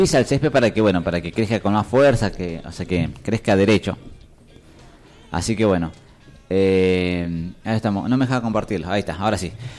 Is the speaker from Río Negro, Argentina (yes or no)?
yes; Sierra Colorada, Río Negro, Argentina; acá la gente de Sierra Colorada, porque somos de Sierra Colorada los cuatro